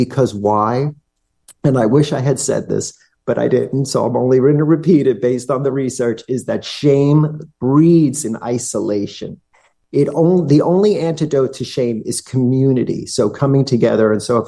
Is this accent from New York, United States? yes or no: yes; Staten Island, New York, United States; from Staten Island.